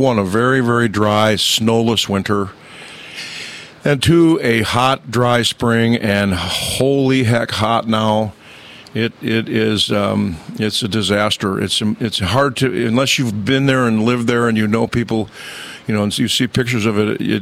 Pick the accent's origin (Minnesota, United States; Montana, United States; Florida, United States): Montana, United States; Wise River; moved away; we're from Wise River, Montana, which is 6,200 feet on the Continental Divide.